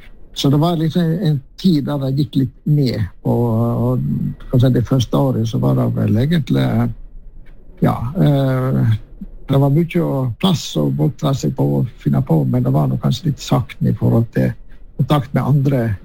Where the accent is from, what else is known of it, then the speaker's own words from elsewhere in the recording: Kinsedal, Vestland, Norway; Ja, jeg vokste opp i Kinsedal, en lite grend på Sørsia, så lystringene kanskje ikke alle kjenner, men det var jo der jeg hadde min første år